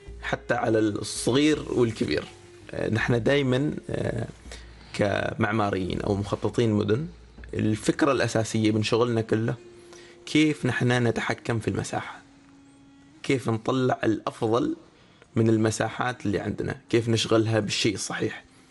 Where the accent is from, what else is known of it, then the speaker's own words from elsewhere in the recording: Oman; نفتخر نحن اليوم كعمانيين